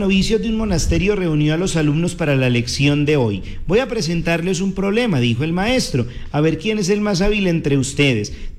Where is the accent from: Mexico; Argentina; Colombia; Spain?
Colombia